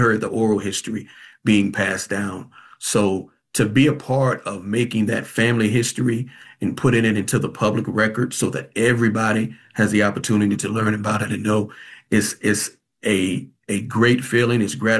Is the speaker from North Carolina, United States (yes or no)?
yes; Roanoke Rapids, North Carolina, United States; my hometown of Runnick Rapids.